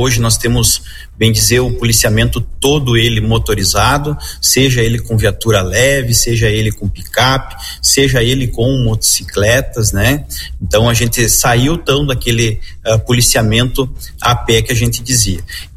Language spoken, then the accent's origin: Portuguese; Passo Fundo, Rio Grande do Sul, Brazil; moved away as an adult; muito feliz por retornar à minha cidade natal